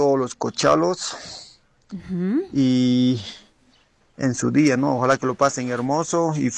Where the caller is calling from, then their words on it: Chile; estamos escuchando nosotros acá desde Chile.